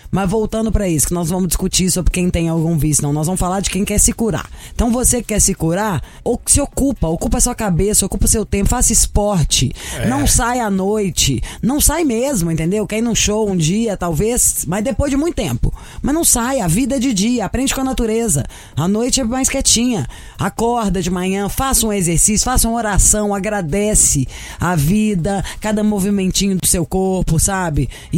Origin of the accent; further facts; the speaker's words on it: Minas Gerais, Brazil; Sou de Minas, onde se bebe demais.